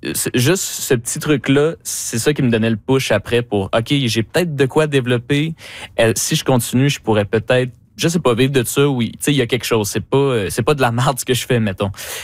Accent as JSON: {"language": "French", "town": "Saint-Jérôme", "region": "Quebec", "country": "Canada", "said": "Puis là, en plus, moi, je viens de Saint-Jérôme, puis eux aussi."}